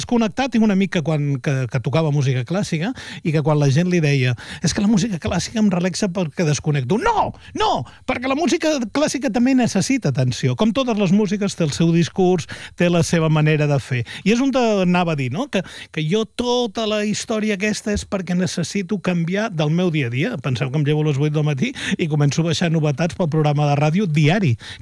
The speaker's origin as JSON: {"language": "Catalan", "town": "L'Ametlla del Vallès", "region": "Catalonia", "country": "Spain", "said": "quan vaig composar … del meu poble"}